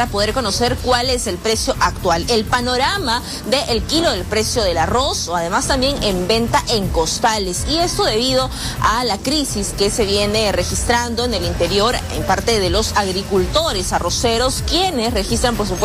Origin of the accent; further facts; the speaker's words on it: Peru; somos peruanos, señora Gisela, y los peruanos comemos arroz en todas las comidas